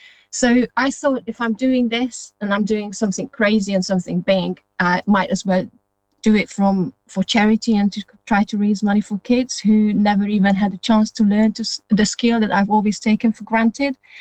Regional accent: Hungary; now in United Kingdom; you can guess I'm not from the UK. So, I grew up in Hungary, communist Hungary, to be specific

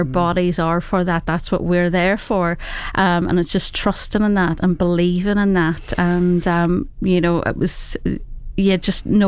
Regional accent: Eglinton, Northern Ireland, United Kingdom; moved away as an adult; now in Long Buckby, United Kingdom; Where I'm from, I'm from County Derry. So it's my little village that I'm from is called Eglinton.

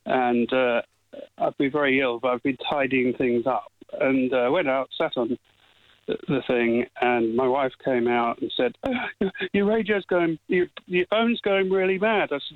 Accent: Lewes, South East England, United Kingdom; born there; moved away as an adult; also born or lived in London; now in Durham, United Kingdom; that's my part of the world, and I went to school in Lewes.

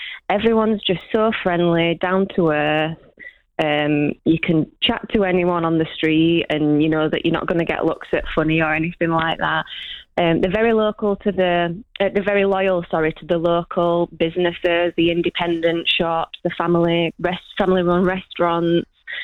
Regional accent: Yorkshire and the Humber, United Kingdom; accent: Yorkshire; they'll usually notice my accent, my Yorkshire accent

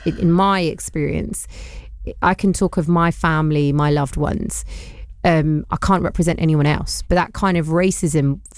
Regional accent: London, United Kingdom; it's the first time in my life as a Londoner

